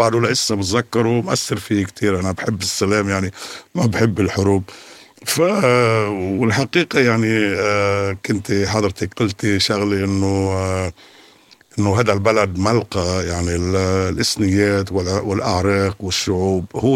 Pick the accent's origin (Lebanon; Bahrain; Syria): Lebanon; moved away as an adult; also born or lived in Moscow; نعرف العالم على ثقافتنا وعلى حضارتنا وعلى فنوننا وعلى إلى آخره كلبنانيين